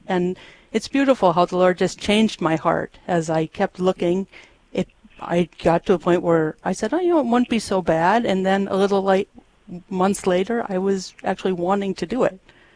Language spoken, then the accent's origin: English; Darwin, Minnesota, United States; now in Hankinson, United States; I live currently in Hankinson, North Dakota, but I grew up in Minnesota, not Lake George, but I grew up in Darwin, Minnesota. It's about 3 hours away from here, and we have the world's largest ball of twine.